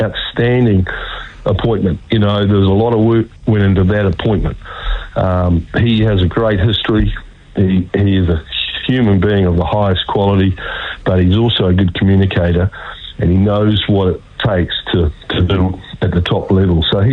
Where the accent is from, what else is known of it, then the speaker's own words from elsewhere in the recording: New Zealand; I'm a Kiwi. I played for New Zealand. I played as a kid at Cornwall Cricket Club